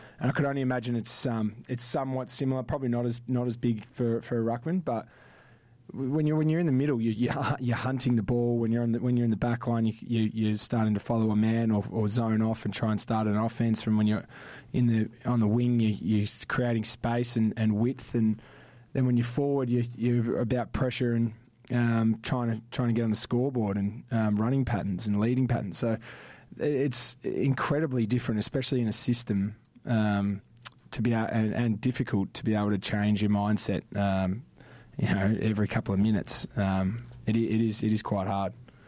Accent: Victoria, Australia; moved away; growing up in Victoria, can't even really remember seeing more than one Freo game on TV over there

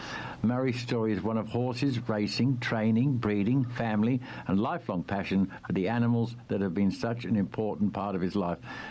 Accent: London, United Kingdom; the English countryside, where I spent a lot of time growing up. I was born in London and spent the...

